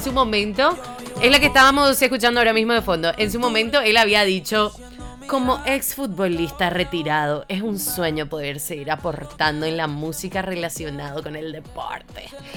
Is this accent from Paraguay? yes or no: yes; Paraguay; si vos sos varón paraguayo